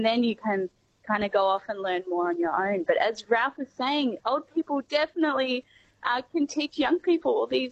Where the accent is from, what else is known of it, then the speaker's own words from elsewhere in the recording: Melbourne, Victoria, Australia; I'm 26, and there's a whole group. I'm from Melbourne. There's a whole group up in Melbourne who do it